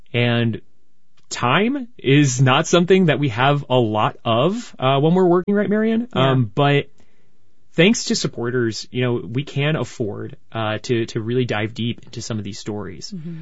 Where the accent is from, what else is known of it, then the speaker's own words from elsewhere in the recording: Florida, United States; moved away as an adult; now in Central Florida, United States; growing up in South Florida, coming here